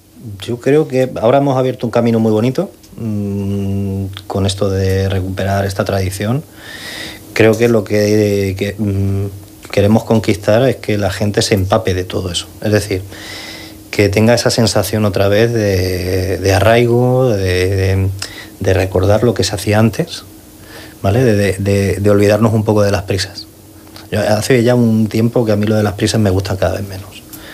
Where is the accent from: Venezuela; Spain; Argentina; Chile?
Spain; Madrid, Community of Madrid; moved away; yo soy de Madrid